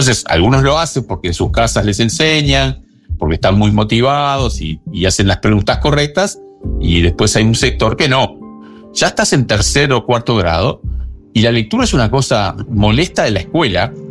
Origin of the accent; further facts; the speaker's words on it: Uruguay; te hablo de Uruguay